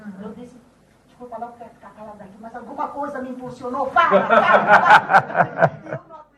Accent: Mozambique; E para mim somou-me bastante sabermos que também somos ouvidos como moçambicanos.

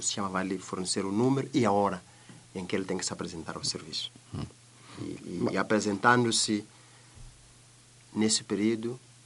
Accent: Mozambique; nós somos moçambicanos.

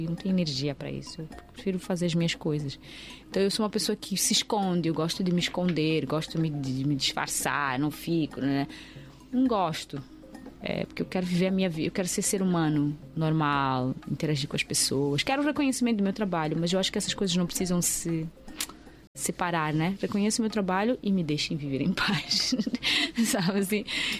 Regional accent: Mozambique; moved away as an adult; now in Brazil; eu sou muito moçambicana, eu sou moçambicana ferrenha, ferrenha.

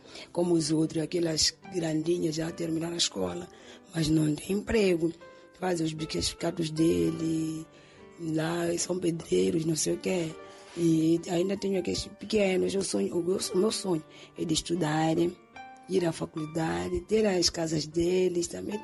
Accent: Mozambique; Eu sou uma Xangana.

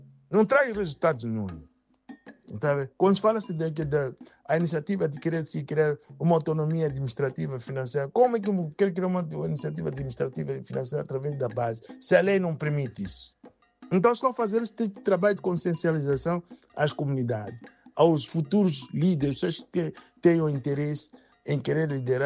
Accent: Mozambique; Bem, como moçambicano também, para dizer que o sangue do moçambicano corre sempre nas minhas veias.

